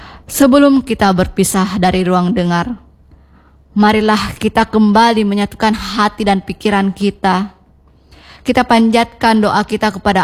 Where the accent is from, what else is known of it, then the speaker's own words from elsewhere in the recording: Makassar, South Sulawesi, Indonesia; Kita sebagai warga Makassar yang menjunjung tinggi nilai sipaka tau, sipaka lebi, dan sipaka inge, di mana saling menghormati, memuliakan, dan menyayangi.